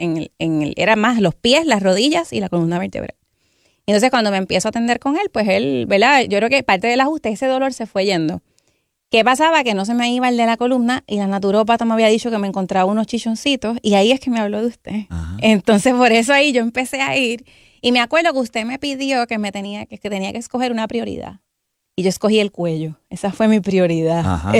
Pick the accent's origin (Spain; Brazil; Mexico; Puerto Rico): Puerto Rico; Morovis; soy de Morovis, hija de Wilmer y Ruti.